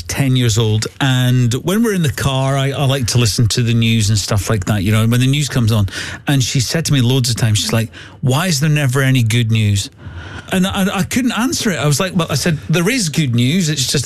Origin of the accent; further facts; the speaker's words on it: Scotland, United Kingdom; But, you know, we are Scottish, so we huggle together at night